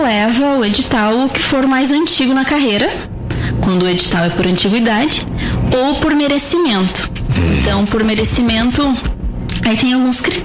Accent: São Bento do Sul, Santa Catarina, Brazil; accent: Paraná; É, na verdade ela fica bem na divisa com o Paraná, uhum. Tanto que o meu sotaque é muito mais paranaense do que catarinense.

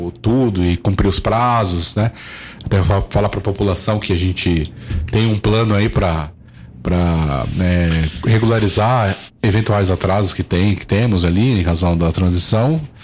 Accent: São Paulo, Brazil; now in Nova Bassano, Brazil; Sou da capital de São Paulo, sou capital.

